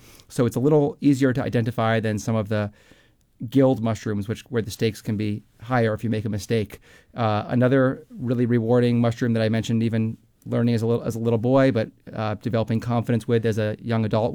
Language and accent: English; Massachusetts, United States; as a boy, I grew up in Western Massachusetts on kind of a forested piece of land